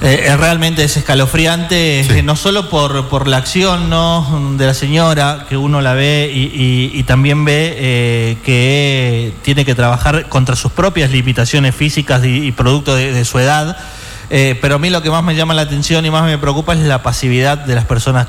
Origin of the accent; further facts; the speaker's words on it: Salta, Argentina; yo, que me crié en Salta, iba a un colegio que estaba a media cuadra de mi casa, es en el sur de la capital salteña, barrio intersindical.